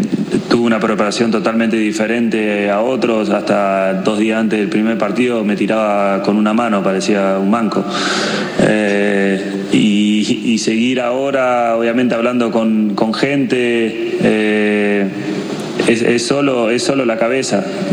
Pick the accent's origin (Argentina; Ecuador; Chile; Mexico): Argentina; quiero que nos recuerden como cualquier argentino, que somos trabajadores, que nunca nos damos por vencidos